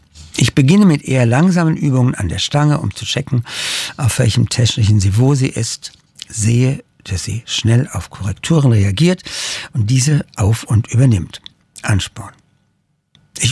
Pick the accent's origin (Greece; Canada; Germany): Germany; Darmstadt, Hesse; geht die Sonne unter, hinter den Darmstädter Palmen, ein plässlich rosa Himmel und ich freue mich an meine Heimatstadt